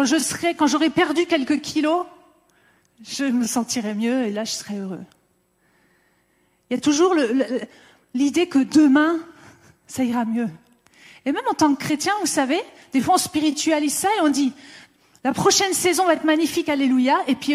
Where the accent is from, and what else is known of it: France